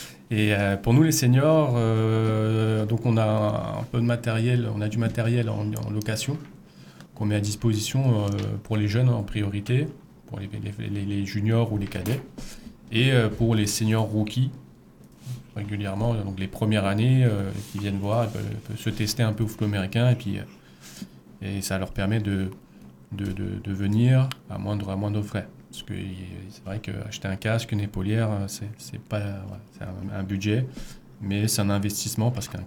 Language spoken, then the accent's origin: French; La Courneuve, Île-de-France, France; j'ai grandi à La Courneuve dans le 93